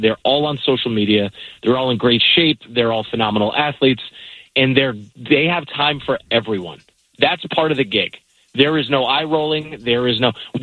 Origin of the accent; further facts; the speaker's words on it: Mid-Atlantic, United States; I grew up in the Mid-Atlantic, so the Orioles were the only game in town.